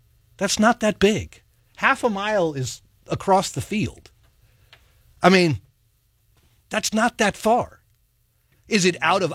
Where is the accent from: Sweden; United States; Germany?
United States; Virginia; moved away; my home state of Virginia.